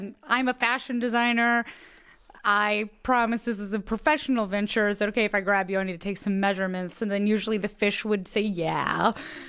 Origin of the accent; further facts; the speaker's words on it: Philadelphia, Pennsylvania, United States; I am from Philadelphia, Pennsylvania.